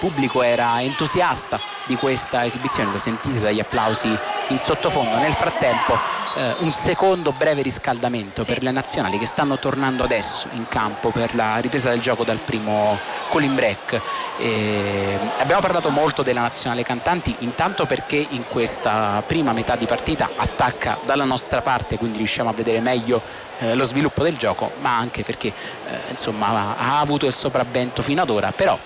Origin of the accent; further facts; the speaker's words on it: Campania, Italy; questo lo dico da campano.